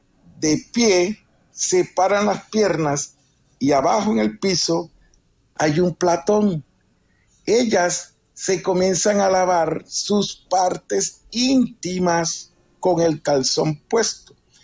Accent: Colombia

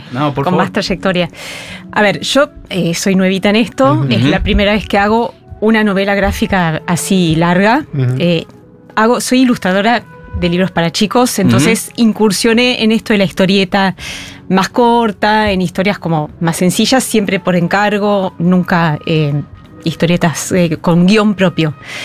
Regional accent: France; Spanish is a second language; porque como me crié en Francia, me costaba mucho la escritura.

